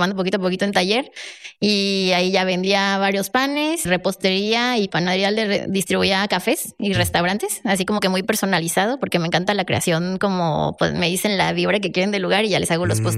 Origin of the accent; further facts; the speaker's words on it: Mexico City, Mexico; now in Monterrey, Mexico; Pues mira, vengo de la Ciudad de México.